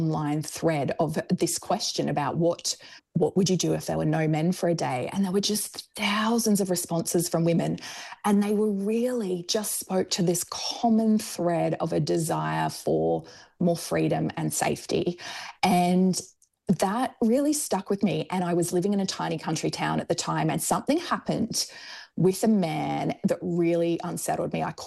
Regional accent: Brisbane, Queensland, Australia; now in Sunshine Coast, Australia; I grew up in Brisbane, but I live on the sunny coast now.

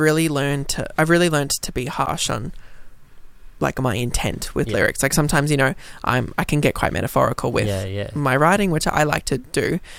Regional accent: Australia; born there; I was born in Australia, but my dad was born in New Zealand, so I've got, like, Māori from him.

